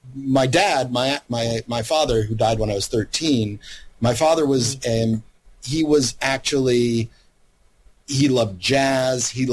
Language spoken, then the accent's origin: English; Louisiana, United States; I grew up mostly in Louisiana.